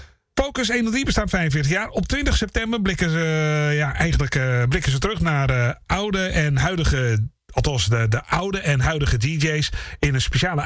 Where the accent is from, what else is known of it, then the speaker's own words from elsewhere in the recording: North Holland, Netherlands; Ik kom zelf uit Halo.